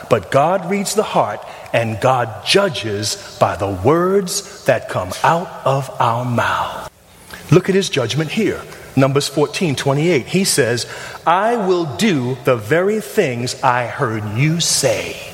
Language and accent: English; New York City, New York, United States; When I was growing up in Bedford-Stuyvesant